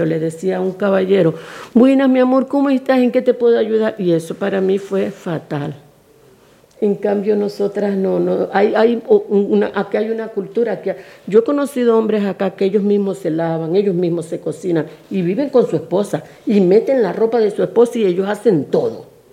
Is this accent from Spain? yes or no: no; Venezuela; now in Chile; En mi país yo soy venezolana.